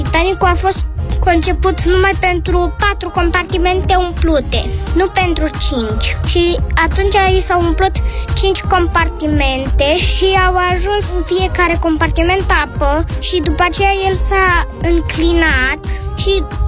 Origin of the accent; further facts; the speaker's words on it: Bucharest, Romania; din București, am 8 ani.